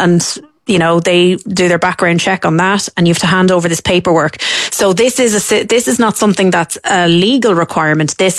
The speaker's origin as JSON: {"language": "English", "town": "Artane", "region": "Leinster", "country": "Ireland", "tie": "born or raised there", "said": "because I grew up in Artane, so I had to go over there."}